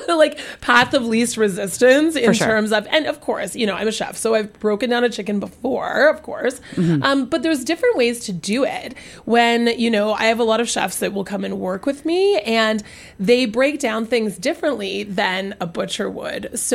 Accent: Hamilton, Ontario, Canada; also born or lived in Grimsby, Ontario / Toronto; I was moving out of the city, and I grew up in farming. So I grew up in Grimsby and Hamilton, and I worked on local farms.

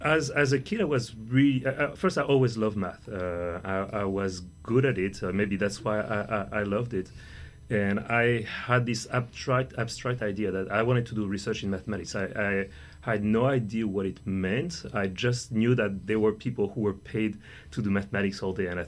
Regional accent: France; moved away as an adult; also born or lived in Denmark / United States; now in Hamilton, Canada; I'm indeed a professor in the math department. And so I grew up in France, was educated in France, traveled a little bit through Denmark, the United States, and moved to Mac in 2021.

